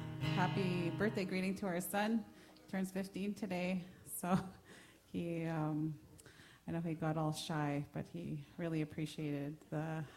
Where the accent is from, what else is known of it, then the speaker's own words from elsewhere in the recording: Island Lake, Manitoba, Canada; now in Winnipeg, Canada; We are originally from Island Lake, but we live in Winnipeg